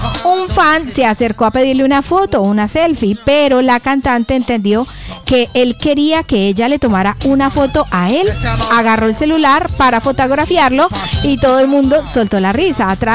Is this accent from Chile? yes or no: no; Colombia; las cosas que nos hacen sentir orgullosos como colombianos